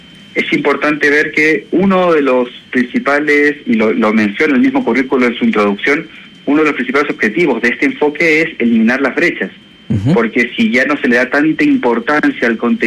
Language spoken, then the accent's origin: Spanish; Santiago, Santiago Metropolitan Region, Chile; moved away as an adult; now in Peru; de donde yo vengo, en Santiago de Chile